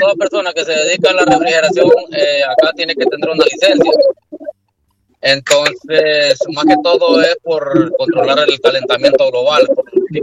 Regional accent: Comayagua, Honduras; also born or lived in Sulaco, Yoro; Nosotros tenemos ese problema de identidad siempre porque los de San José como que se resienten o se ponen celosos cuando decimos que somos de Sulaco.

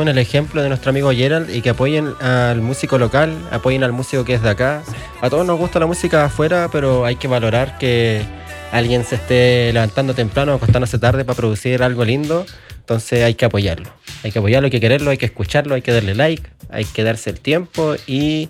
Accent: Chiloé, Los Lagos, Chile

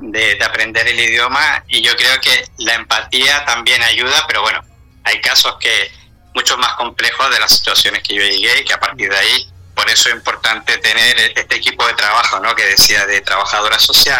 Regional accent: Chile; moved away as an adult; now in Catalonia, Spain; Uno como chileno acá, que ha vivido estas situaciones

